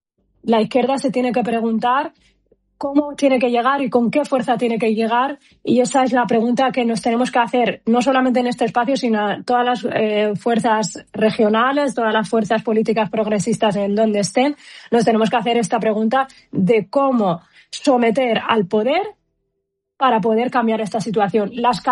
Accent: Western Sahara; la nacionalidad saharaui. Mira, yo obviamente aspiro a la libre determinación de mi pueblo

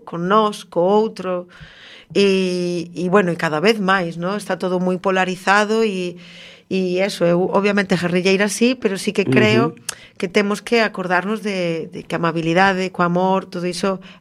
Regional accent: Bueu, Galicia, Spain; É que claro, son de Bueu, que vou facer?

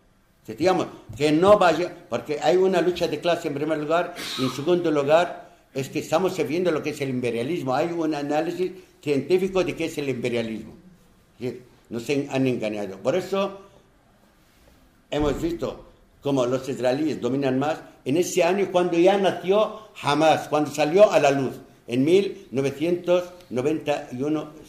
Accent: Palestine

